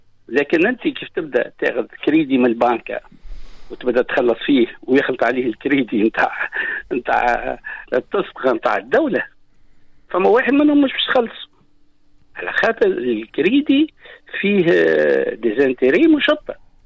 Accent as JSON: {"language": "Arabic", "country": "Tunisia", "said": "معناها انا كتونسي كان نحط اليوم مطلق يلزمني 200 سنه"}